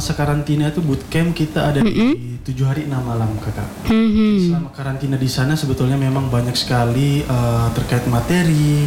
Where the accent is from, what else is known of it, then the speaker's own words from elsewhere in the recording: East Nusa Tenggara, Indonesia; Karena saya dari Nusa Tenggara Timur, yang mungkin bahkan orang pun belum tahu Nusa Tenggara Timur itu di mana.